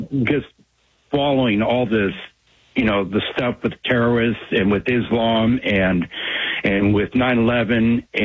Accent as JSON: {"language": "English", "town": "Cottage Grove", "region": "Oregon", "country": "United States", "tie": "born or raised there", "also_born_or_lived": "Bronx, New York", "said": "Well, Lars, I'm 63 years old. I've lived in Cottage Grove over 50 years. Uh-huh. I actually went to kindergarten in the Bronx, New York, when I was little, and my mom was born and raised in the Bronx."}